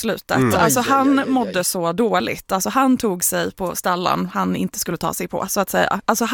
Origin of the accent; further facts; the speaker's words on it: Norway; now in Stockholm, Sweden; Jag är norsk.